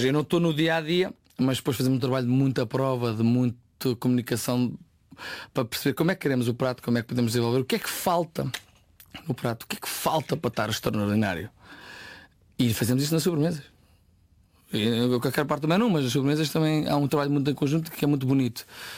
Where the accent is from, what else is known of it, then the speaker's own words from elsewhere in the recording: Lourinhã, Lisbon, Portugal; não sou do Oeste, orgulhosamente sou de Rio Mar, de Lourinhã, sou português acima de tudo.